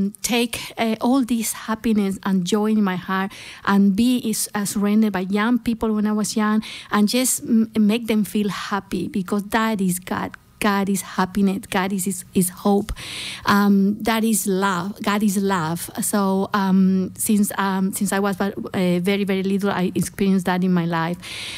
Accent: Santa Cruz de la Sierra, Santa Cruz, Bolivia; now in Australia; I'm from Santa Cruz, Bolivia, very far from Australia.

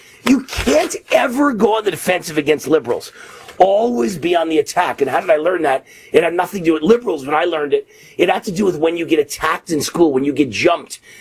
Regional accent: New York, United States; I was from the rough streets of New York.

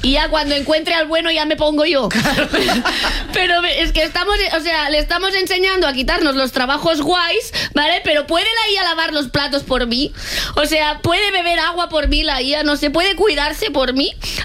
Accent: Catalonia, Spain

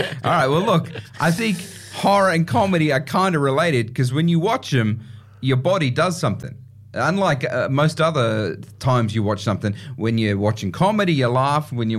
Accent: Sydney, New South Wales, Australia; I grew up in Western Sydney.

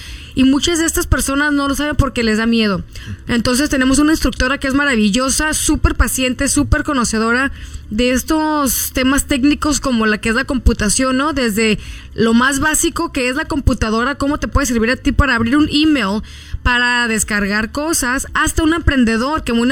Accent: Mexico; moved away; yo que soy mexicana

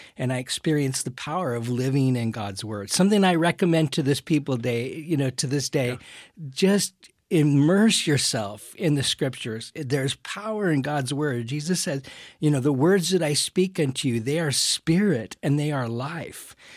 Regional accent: California, United States; also born or lived in Arizona; I grew up kind of well-off America. I grew up in California, moved to Arizona

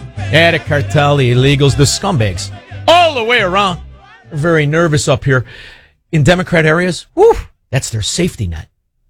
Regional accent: Melrose Park, Illinois, United States; I'm from Melrose Park.

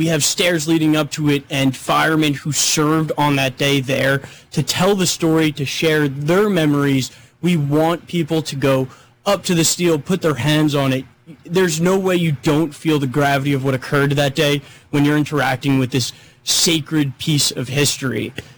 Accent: Staten Island, New York, United States; I'm a kid from Staten Island, New York

